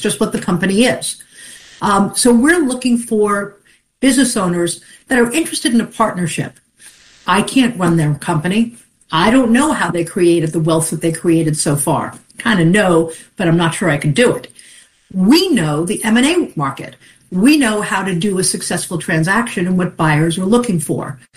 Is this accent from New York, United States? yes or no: yes; Long Island, New York, United States; I'm a kid from Long Island and think that, you know, if you've been able to create that, God bless you